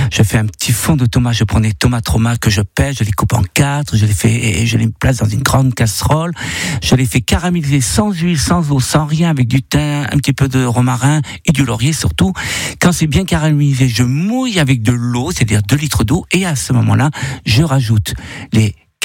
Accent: Provence-Alpes-Côte d'Azur, France; chez nous en Provence

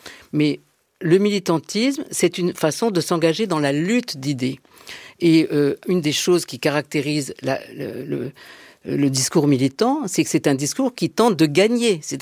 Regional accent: Marseille, Provence-Alpes-Côte d'Azur, France; moved away as an adult; now in Paris, France

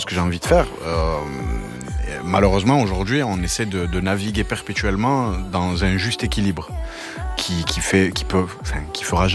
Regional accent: Aubagne, Provence-Alpes-Côte d'Azur, France; also born or lived in Marseille; j'ai passé la majeure partie de ma vie à Aubagne. Je suis né à Marseille, je suis parti 10 ans à Aubagne faire ma scolarité avant de repartir à Marseille.

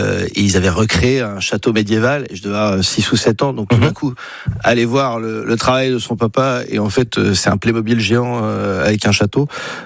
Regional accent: Paris, Île-de-France, France; Mais et après, moi, j'ai grandi à la Contrescarpe.

